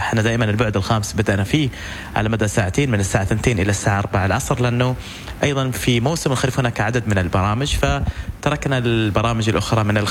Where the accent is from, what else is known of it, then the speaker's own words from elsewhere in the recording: Oman; إحنا كمجتمع عماني